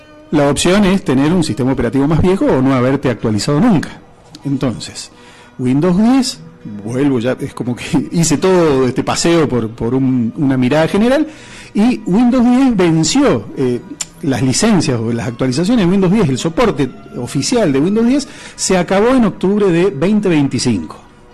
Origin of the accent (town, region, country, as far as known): Argentina